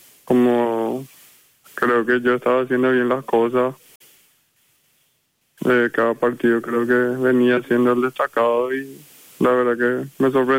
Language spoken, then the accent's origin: Spanish; Villa Elisa, Central, Paraguay; Yo, Villa Elisa.